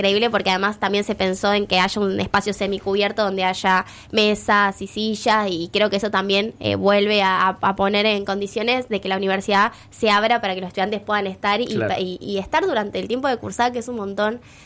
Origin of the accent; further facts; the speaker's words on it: Berazategui, Buenos Aires Province, Argentina; yo soy del Berazategui, ya con eso te digo todo